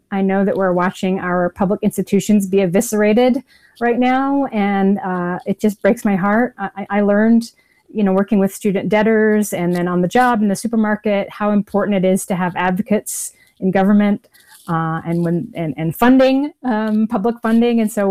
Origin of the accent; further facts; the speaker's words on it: Utah, United States; moved away as an adult; also born or lived in Idaho / New York City; I couldn't afford life in New York City anymore. Moved back to my home state of Utah